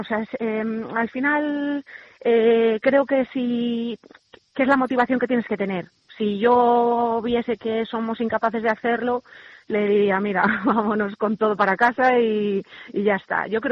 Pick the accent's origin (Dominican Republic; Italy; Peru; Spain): Spain; Ponferrada, Castile and León; Sí, León es mi tierra, aunque bueno, ya sabéis que yo soy medio, al final soy de Ponferrada